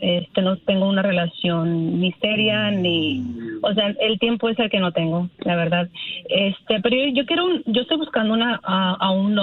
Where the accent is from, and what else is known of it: Jalisco, Mexico